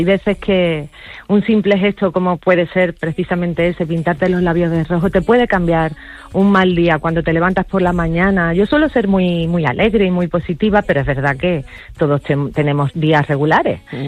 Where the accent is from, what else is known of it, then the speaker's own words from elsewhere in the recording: Cádiz, Andalusia, Spain; yo nací en La Viña, que es uno de los barrios más míticos de Cádiz, y me he criado toda mi vida en el Teatro Falla, en la plazoleta.